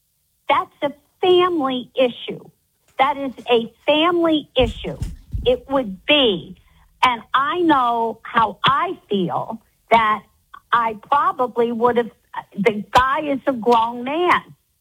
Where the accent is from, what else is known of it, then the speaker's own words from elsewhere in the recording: New York, United States; I grew up in New York, in New York State.